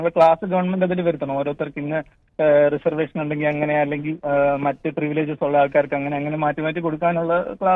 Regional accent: Thiruvalla, Kerala, India; now in Dubai, United Arab Emirates; Nadu Thiruvalla.

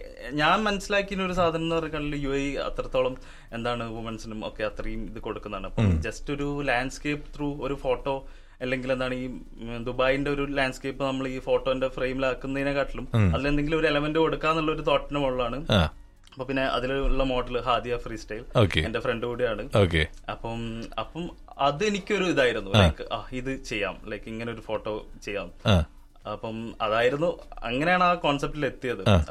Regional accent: Kozhikode, Kerala, India; now in Dubai, United Arab Emirates; നാട്ടില് കോഴിക്കോടാണ്

